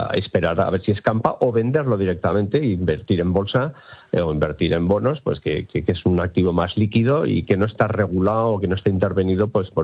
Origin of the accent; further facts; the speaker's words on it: Bilbao, Basque Country, Spain; O sea, yo que soy de Bilbao y siempre pongo el ejemplo muy sencillo.